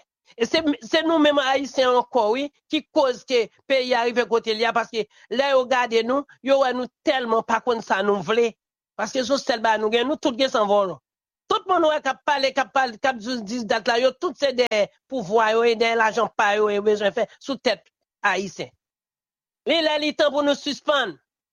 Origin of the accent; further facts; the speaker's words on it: Haiti; Parce que moi-même, moi, je sens me frustré en tant que haïtien.